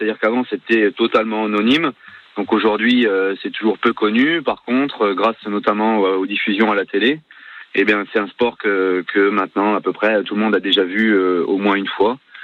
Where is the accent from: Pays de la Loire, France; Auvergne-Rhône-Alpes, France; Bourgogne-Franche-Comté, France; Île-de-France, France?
Bourgogne-Franche-Comté, France; Gurgy; now in Chaource, France; Moi, je suis originaire de Gurgi, à côté d'Auxerre. Et maintenant, j'habite à Chaours, dans l'Aube.